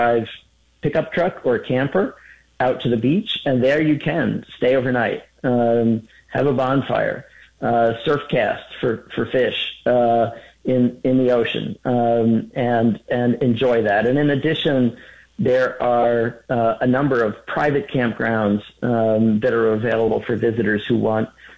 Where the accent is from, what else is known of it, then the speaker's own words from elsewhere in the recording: Wellfleet, Massachusetts, United States; my hometown of Wellfleet boasts of having the best oysters one can have anywhere